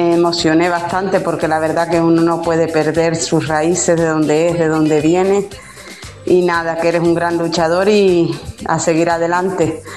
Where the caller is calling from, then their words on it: Canary Islands, Spain; de la Cruz del Castaño